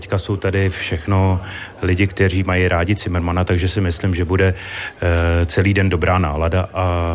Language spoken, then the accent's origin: Czech; Kořenov, Liberec Region, Czechia; když jsem byl malej, já pocházím z Kořenova